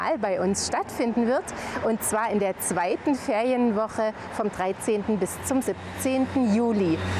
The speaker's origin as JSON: {"language": "German", "region": "Saxony", "country": "Germany", "tie": "born there", "also_born_or_lived": "Zittau", "moved": "as an adult", "lives_now": "Dippoldiswalde, Germany", "said": "Ich bin gebürtig aus der Oberlausitz"}